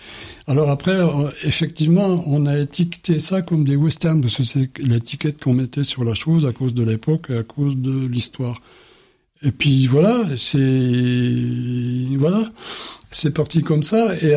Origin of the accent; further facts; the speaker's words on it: Grand Est, France; moved away; là-bas, dans mon bled des Vosges, mon trou du cul du monde de là-bas.